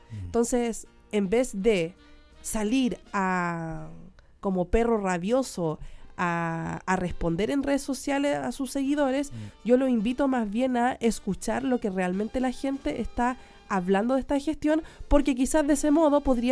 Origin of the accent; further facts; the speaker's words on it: Salamanca, Coquimbo, Chile; nosotros somos también ciudadanos de Salamanca